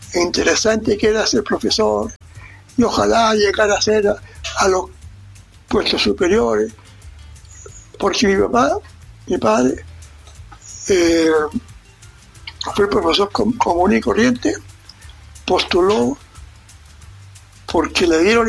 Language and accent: Spanish; Purén, Araucanía, Chile; born there; No, yo nací en Purén.